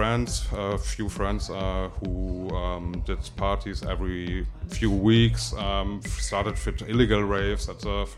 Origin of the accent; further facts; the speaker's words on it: North Rhine-Westphalia, Germany; now in Detroit, United States; Yeah, I come from the Rhine-Ruhr area.